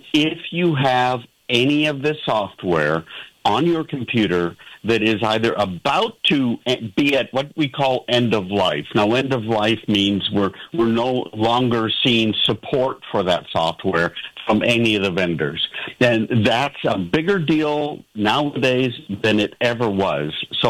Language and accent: English; Northeast, United States; I never had air conditioning growing up in the Northeast.